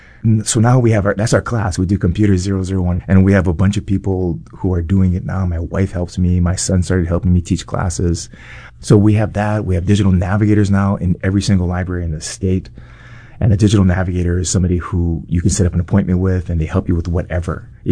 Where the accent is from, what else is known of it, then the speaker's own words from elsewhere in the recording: Kailua, Hawaii, United States; also born or lived in Molokai; You know, I grew up on Oahu, in Kailua. And, we moved over to Molokai.